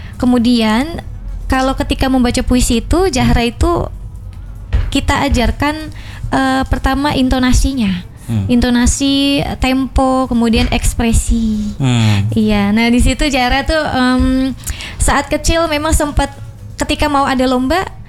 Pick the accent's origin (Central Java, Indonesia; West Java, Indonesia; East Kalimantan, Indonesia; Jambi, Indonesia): West Java, Indonesia; Kalau saya mah orang Sunda.